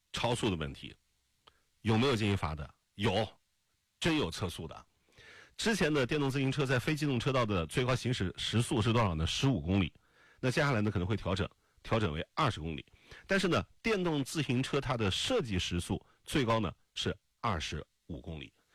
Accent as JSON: {"language": "Chinese", "country": "China", "said": "我们中国人好像对3没有什么忌讳吧。"}